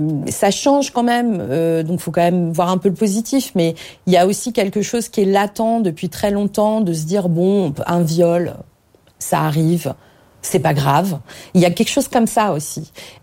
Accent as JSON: {"language": "French", "town": "Moulins", "region": "Auvergne-Rhône-Alpes", "country": "France", "tie": "born or raised there"}